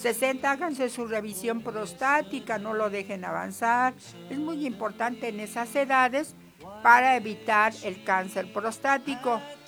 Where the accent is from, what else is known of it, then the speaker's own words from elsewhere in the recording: Oaxaca, Mexico; Recuerden que yo vengo de la ciudad de Oaxaca y estoy para atenderles y para servirles el día de hoy